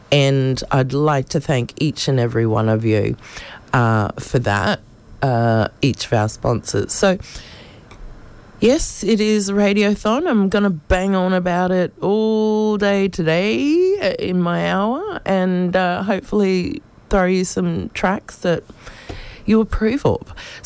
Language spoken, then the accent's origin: English; Brisbane, Queensland, Australia; I grew up in Carina Heights, Buckley Street, just off Win Stanley, right at the other end of the road. It's my favourite place.